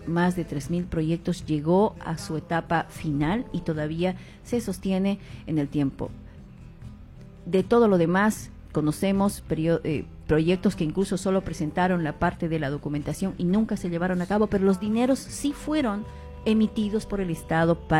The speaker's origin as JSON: {"language": "Spanish", "country": "Bolivia", "said": "Nosotros como ciudadanos bolivianos conocemos de que la señora Achacollo"}